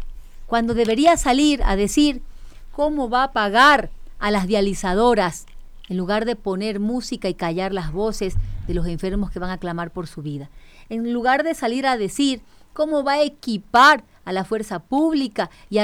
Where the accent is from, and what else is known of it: Ecuador